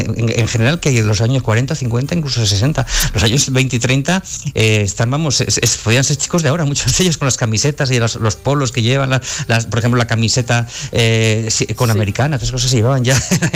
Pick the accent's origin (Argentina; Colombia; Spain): Spain; Burgos, Castile and León; yo soy de Burgos, yo nací en Burgos